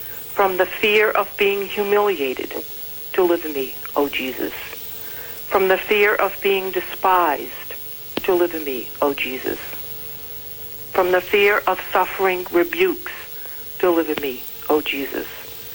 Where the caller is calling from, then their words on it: Worcester, Massachusetts, United States; Worcester, Massachusetts.